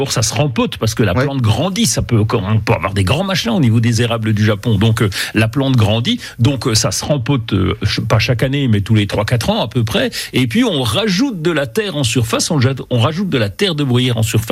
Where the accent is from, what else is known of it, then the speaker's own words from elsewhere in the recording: Bourgogne-Franche-Comté, France; chez nous, en Franche-Comté, on a plutôt, l'habitude d'avoir des terrains assez calcaires.